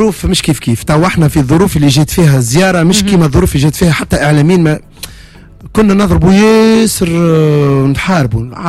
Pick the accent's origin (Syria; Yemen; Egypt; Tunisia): Tunisia; احنا عندنا في تونس